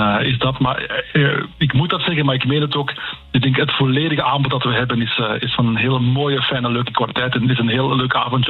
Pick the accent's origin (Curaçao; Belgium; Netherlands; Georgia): Belgium; u hoort het, ik kom uit België.